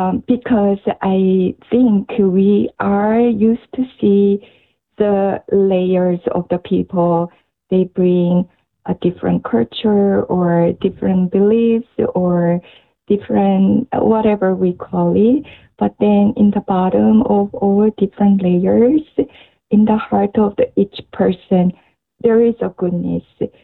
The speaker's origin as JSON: {"language": "English", "region": "Daegu", "country": "South Korea", "tie": "born or raised there", "second_language": "English", "said": "the children's gathering in the Focalari Movement that was happening in my hometown, Daegu."}